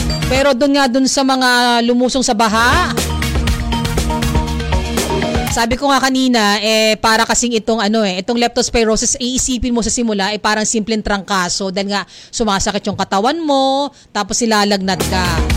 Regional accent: Marikina, Metro Manila, Philippines; Dahil ako po, kung hindi nyo na itatanong, eh taga Marikina City ako.

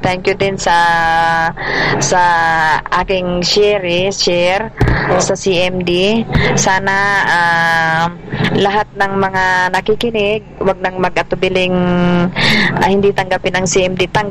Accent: Malasiqui, Pangasinan, Philippines; Malasiki, Pangasinan. I'm from Malasiki, Pangasinan.

